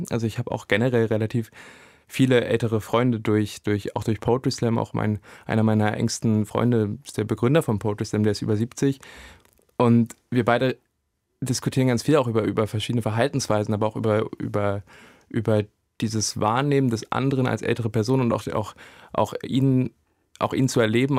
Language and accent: German; Saxony-Anhalt, Germany; Ich meine, ich komme aus Sachsen-Anhalt